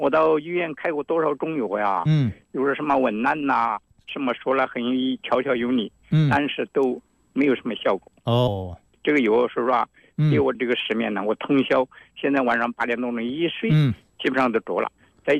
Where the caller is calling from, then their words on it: Zhongxiang, Hubei, China; 我是湖北钟祥。